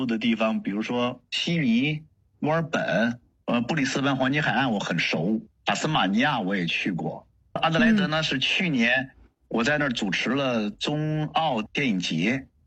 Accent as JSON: {"language": "Chinese", "town": "Chengdu", "region": "Sichuan", "country": "China"}